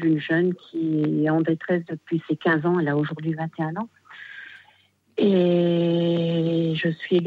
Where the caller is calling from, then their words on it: Brittany, France; De Bretagne.